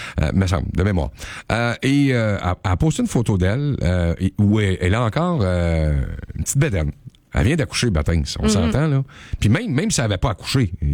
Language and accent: French; Quebec, Canada; juste chez nous au Québec